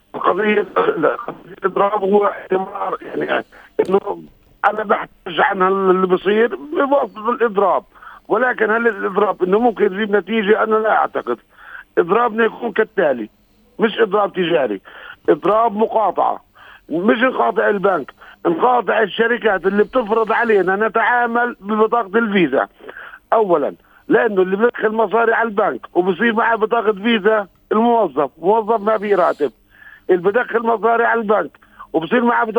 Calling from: Palestine; احنا مصلحتنا كمواطنين كفلسطينيين

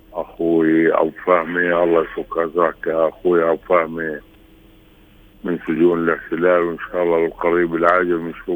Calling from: Hebron, Hebron Governorate, Palestine; اللي كلنا بنعتز انه احنا فلسطينية واحنا خلايلة بالذات.

